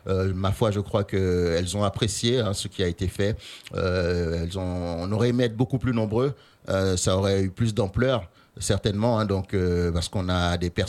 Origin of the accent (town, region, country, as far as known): Haiti